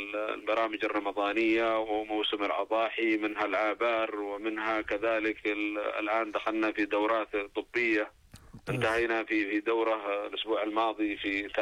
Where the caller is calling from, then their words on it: Yemen; ونحن من اليمن